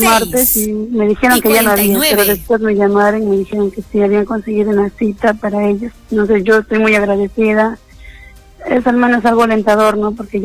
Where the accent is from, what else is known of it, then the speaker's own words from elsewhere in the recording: Camaná, Arequipa, Peru; Tengo 26 años de edad. Soy de Camana.